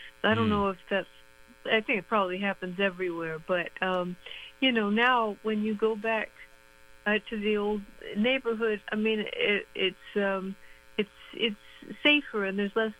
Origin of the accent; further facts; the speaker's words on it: New York, United States; also born or lived in London, England; Oh, well, I didn't grow up in London. I came here very early. So I was mostly in Harlem with my mother as a child, and that was, it was during the crack boom.